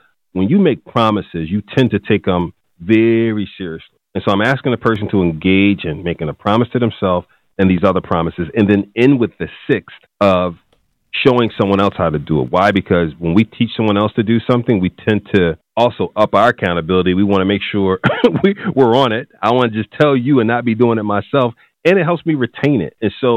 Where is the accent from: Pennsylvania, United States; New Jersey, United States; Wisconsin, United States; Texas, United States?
Pennsylvania, United States; Philadelphia; Well, you know, North Philly was tough back then. Eighth and Butler was considered at that time, man, the drug capital of the world, at least the United States. And I was one of those kids